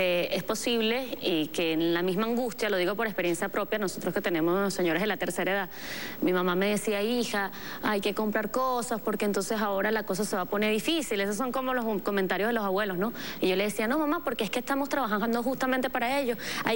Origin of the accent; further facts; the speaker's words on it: Venezuela; forma parte de nuestros valores como venezolanos